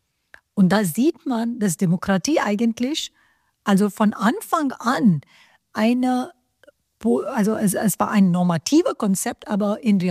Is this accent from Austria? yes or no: no; India; first language Hindi; German is a second language; Meine erste Sprache ist Hindi.